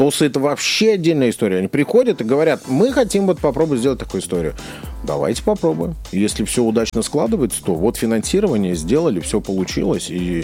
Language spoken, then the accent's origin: Russian; Dalnerechensk, Primorsky Krai, Russia; там на малой родине в Донереченске вижу детскую площадку, как на пустыре благородили, сделали очень крутую площадку.